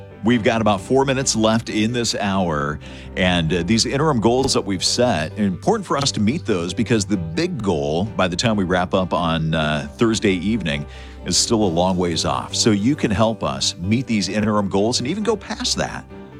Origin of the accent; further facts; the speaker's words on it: Council Bluffs, Iowa, United States; moved away; I grew up. I was born. Council Bluffs, Iowa, right there.